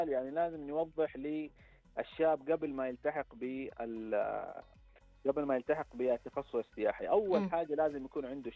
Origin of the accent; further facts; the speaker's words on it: Mecca, Makkah Province, Saudi Arabia; عندنا في مكة